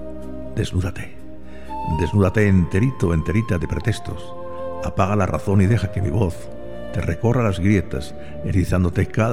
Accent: Murcia, Region of Murcia, Spain; Murcia Capital, mi tierra 94.6

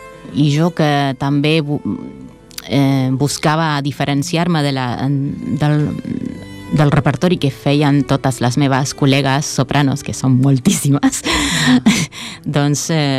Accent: Litoral, Argentina; Catalan is a second language; now in Spain; vinc d'una regió que es diu el litoral, que vol dir, el litoral fluvial, no? Al costat del riu Paranà, i som llunyats de Buenos Aires, del centre

